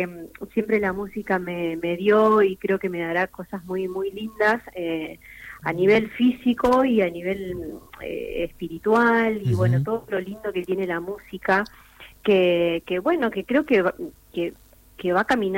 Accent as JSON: {"language": "Spanish", "region": "Pampas", "country": "Argentina", "tie": "born there", "said": "cosas de mi tierra o cosas de la región pampeana"}